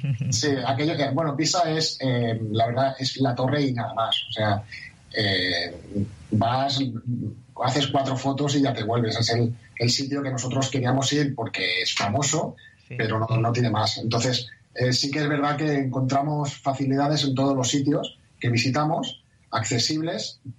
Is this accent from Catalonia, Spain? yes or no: yes; Barcelona, Catalonia, Spain